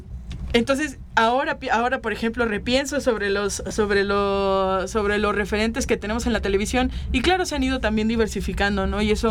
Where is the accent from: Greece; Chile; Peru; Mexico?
Mexico; Matehuala, San Luis Potosí; Yo soy originaria de Matehuala, San Luis Potosí, que es un municipio en el altiplano potosino, pues donde, a ver, una comunidad relativamente pequeña